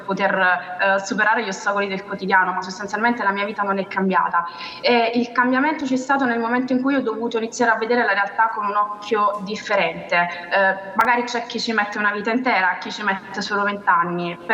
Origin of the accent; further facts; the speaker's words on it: Naples, Campania, Italy; Io sono di Napoli, ho 26 anni